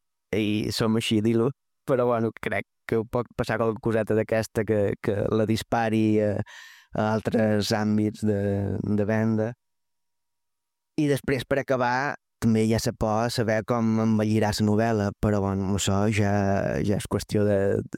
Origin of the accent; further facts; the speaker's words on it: Menorca, Balearic Islands, Spain; com a autors menorquins